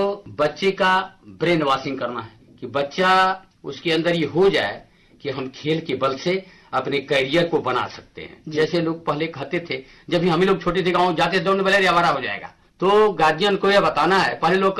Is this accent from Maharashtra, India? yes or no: no; Dabaria, Uttar Pradesh, India; चंदौली जिले में धानापुर एक जगह है, धानापुर में एक गाँव है डबरिया, उस गाँव का मैं मूल रूप से निवासी हूँ।